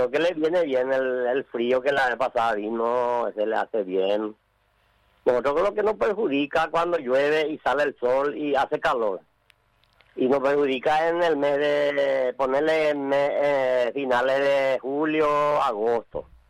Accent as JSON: {"language": "Spanish", "town": "Areguá", "region": "Central", "country": "Paraguay", "said": "Yo soy de Estanzuela, Areguá."}